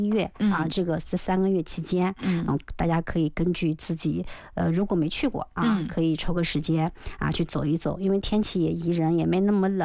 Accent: Anhui, China; 咱们是安徽人嘛

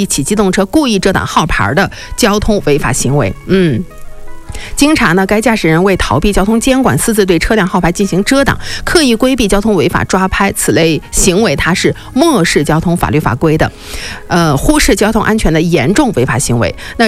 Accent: Inner Mongolia, China; 土生土长的锡林工作盟的朋友来说，我们很少见过雨是直直往下下的，我只有在南方见过

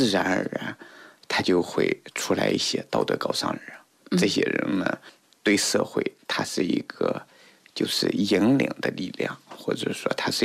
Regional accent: China; 我们中国人也是特别热衷于通过学习而去从政，

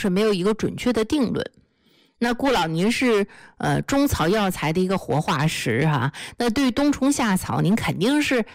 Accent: Tibetan areas, China; 我虽然是藏区长大的

